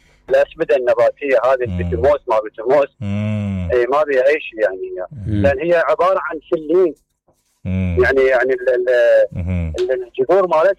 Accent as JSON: {"language": "Arabic", "country": "Iraq", "said": "هذا بالعراق لحد الآن ما عندنا"}